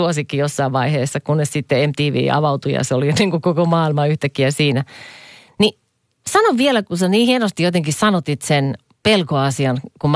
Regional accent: Kajaani, Kainuu, Finland; Mäkin olen Kajaanista kotoisin

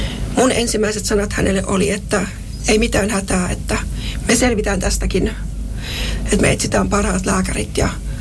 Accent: Lapland, Finland; Mä olen Lapista kotoisin. Ja puhutaan suoraan.

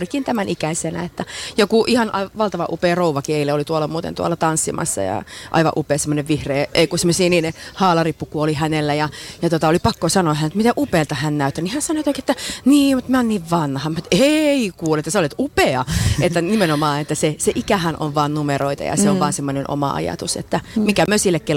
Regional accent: Siilinjärvi, North Savo, Finland; itse kun olen Savosta kotoisin Siilinjärveltä, niin mä tunnistan tämän maaperän

